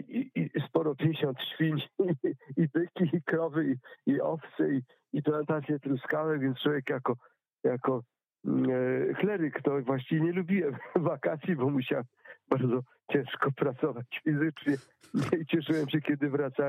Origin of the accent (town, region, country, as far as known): Pomeranian Voivodeship, Poland; born or raised there